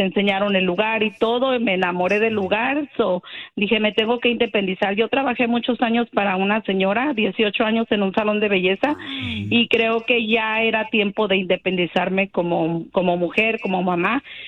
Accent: Michoacán, Mexico; also born or lived in Los Angeles; now in Las Vegas, United States; Bueno, me fui de Michoacán para Los Ángeles porque mis papás nos trajeron para acá. Yo estaba un poquito más joven, entonces después me mudé para Las Vegas para una mejor oportunidad de vida

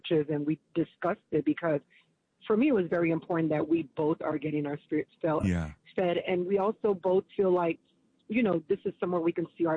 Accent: Silver Spring, Maryland, United States; because I came from Silver Spring, Maryland, and he was in another part of Virginia.

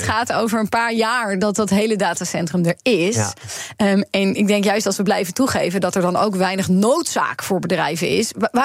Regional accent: Amsterdam, North Holland, Netherlands; Dan winnen wij er als Amsterdamse burgers echt helemaal niets mee.

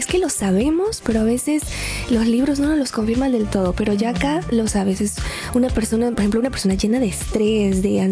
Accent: Mexico; soy escritora mexicana

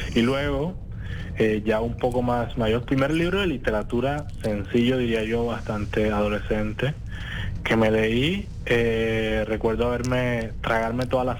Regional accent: Cartagena, Bolívar, Colombia; Luego nos mudamos para el barrio de Los Alpes. Allá viví casi toda mi infancia y parte de mi adolescencia.

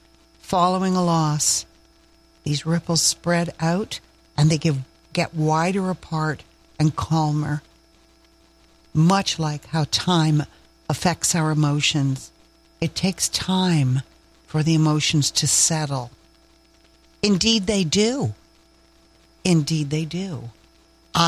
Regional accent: Nova Scotia, Canada; accent: maritime; now in Haliburton, Canada; I am born and raised in Nova Scotia with a deep love for Newfoundlanders. My father was from New Brunswick.

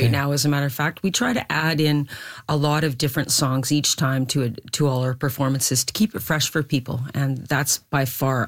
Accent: Edmonton, Alberta, Canada; I'm actually from Edmonton, Alberta, so being in Manitoba and discovering all these little hidden you know, treats as far as different communities.

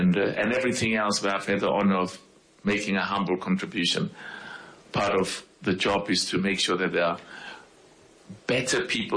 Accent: Orlando, Gauteng, South Africa; born there; So of course I know. I was born in Orlando. So if you were born in Orlando, you had no choice.

